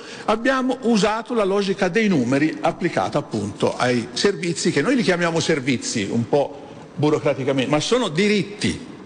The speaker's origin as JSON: {"language": "Italian", "region": "Tuscany", "country": "Italy", "accent": "Tuscan", "moved": "yes", "said": "io sono... lavoro in Molise, ma come sentite il mio accento è simile a quello del dottor Santini, è la Toscana."}